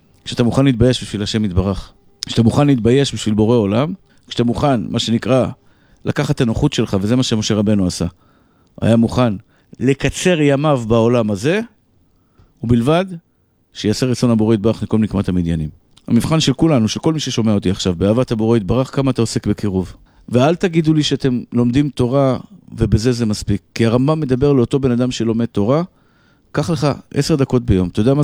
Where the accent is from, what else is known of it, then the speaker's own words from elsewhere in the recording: Tel Aviv, Tel Aviv District, Israel; כשהייתי ילד גרתי בשכונת התקווה, והיו שם אנשים טובים, צדיקים, מתוקים, אהובים, וגם כאלה לא כל כך טובים.